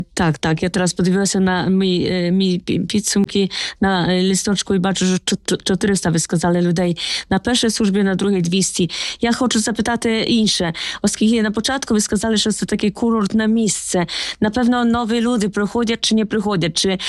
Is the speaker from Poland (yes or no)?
yes; Poland; moved away; я сама з Польщі родом